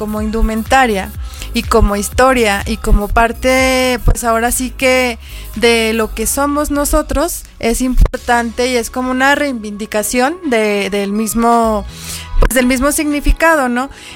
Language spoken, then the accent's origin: Spanish; Zacatecas, Mexico; soy de Zacatecas con sangre hidalguense. Mi mamá y mi papá son de allá. Y pues ya emigraron hacia Zacatecas y acá pues nos estamos ya establecidos desde, bueno, mis papás desde hace 40 años.